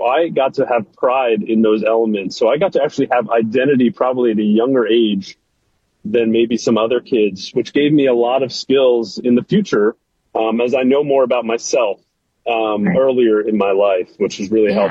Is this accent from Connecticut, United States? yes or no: no; Baltimore, Maryland, United States; born or raised there; now in Philadelphia, United States